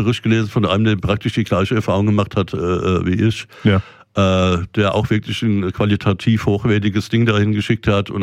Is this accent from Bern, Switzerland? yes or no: yes; Bern, Switzerland; ich bin Schweizer und ich komme auch noch aus dem Berner Oberland. Wir sind eh die langsam, wir sind die Ostfriesen der Schweiz sozusagen.